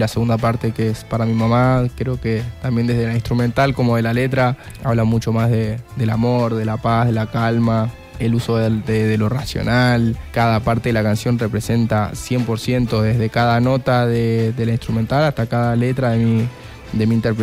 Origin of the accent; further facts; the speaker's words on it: Buenos Aires, Argentina; mi viejo y yo somos de Caminito, de La Boca